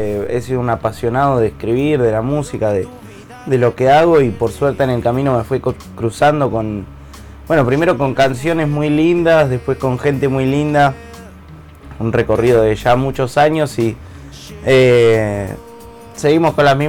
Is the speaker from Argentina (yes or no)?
yes; Necochea, Buenos Aires Province, Argentina; born there; Yo nací en Necochea. Necochea es una playa al sur de Buenos Aires, que es la más linda de Argentina.